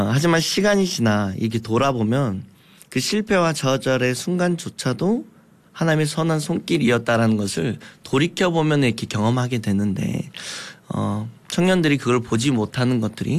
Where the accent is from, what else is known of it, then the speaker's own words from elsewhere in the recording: Gwangju, South Korea; 제가 이제 광주 사람입니다. 그래서 이제 광주 다시 와서 공익을 이렇게 하는데